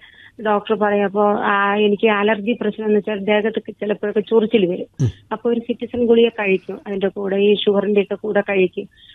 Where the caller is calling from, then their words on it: Karamana, Kerala, India; ഞാൻ കരമനയിൽ നിന്നാണ് വിളിക്കുന്നത്.